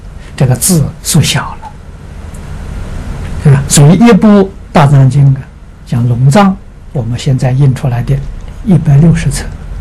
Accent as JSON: {"language": "Chinese", "region": "Anhui", "country": "China", "tie": "born or raised there", "said": "我们家乡啊，好像安徽省呢"}